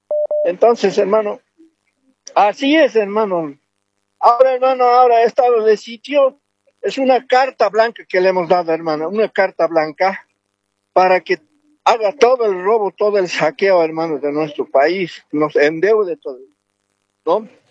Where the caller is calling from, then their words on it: Cochabamba, Bolivia; Aquí, llamando de Cochabamba